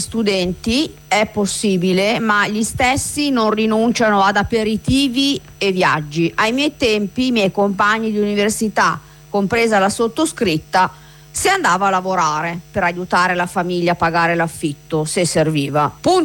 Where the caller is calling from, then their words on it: Pavia, Lombardy, Italy; Buongiorno … da Pavia. Pavia, città prettamente universitaria.